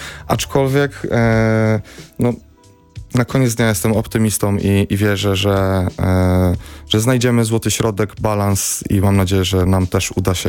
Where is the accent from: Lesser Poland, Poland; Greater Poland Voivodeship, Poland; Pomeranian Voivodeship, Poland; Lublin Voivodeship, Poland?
Pomeranian Voivodeship, Poland; Gdańsk; Bo my jesteśmy z Gdańska, więc najczęściej przychodzimy na strefy spotkań w Gdańsku.